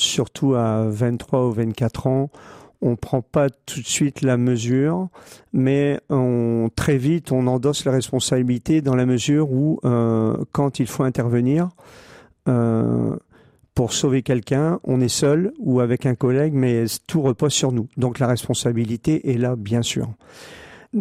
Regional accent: Calais, Hauts-de-France, France; j'ai 65 ans, je suis né à Calais en 1960, et à Calais, on vit avec la mer, on vit avec le détroit du Pas-de-Calais

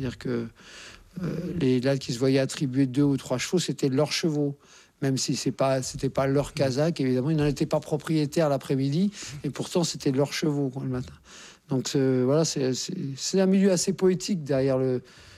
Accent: Courbevoie, Île-de-France, France; born there

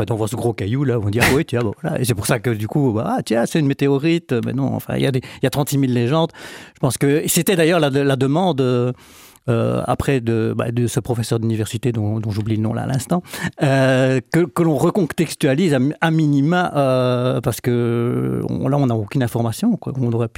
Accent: Chaudfontaine, Wallonia, Belgium; born there; Moi étant plus âgé, j'en ai connu encore dans mon enfance à Chèvremont

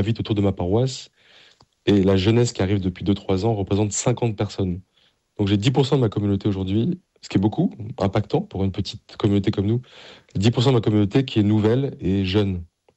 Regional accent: Paris, Île-de-France, France; Alors, moi, je viens d'une famille du Sud-Ouest. Et même si j'ai grandi à Paris

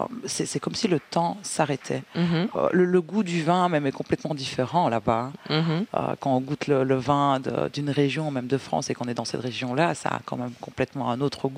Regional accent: Liège, Wallonia, Belgium; Et j'avais envie de partager ça ici à Liège, parce que au final, j'ai grandi à Liège, ça fait 24 ans que je suis ici.

